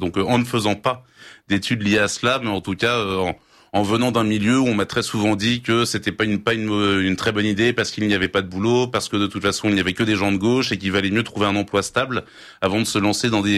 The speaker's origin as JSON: {"language": "French", "town": "Carpentras", "region": "Provence-Alpes-Côte d'Azur", "country": "France", "tie": "born or raised there", "also_born_or_lived": "Saint-Amand-Montrond / Versailles", "said": "Je suis né à Saint-Amand-Montrond. J'ai grandi essentiellement entre Carpentras et Versailles. Et ça fait pas mal de chemin."}